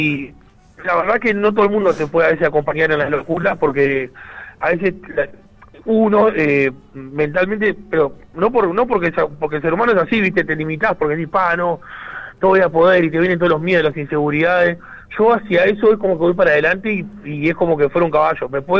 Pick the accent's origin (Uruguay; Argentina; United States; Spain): Uruguay; somos de Uruguay.